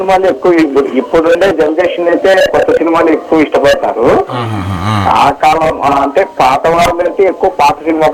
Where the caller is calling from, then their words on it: Anantapur district, Andhra Pradesh, India; అనంతపురం జిల్లా